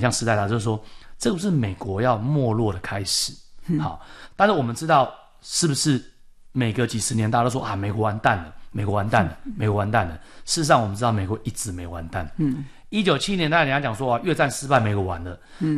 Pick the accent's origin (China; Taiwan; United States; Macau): Taiwan; 我们台湾人比较熟悉这一块